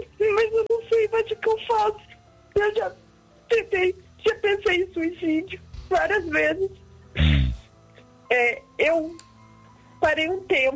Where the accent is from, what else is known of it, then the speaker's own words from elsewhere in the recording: Paraná, Brazil; Eu sou do Paraná.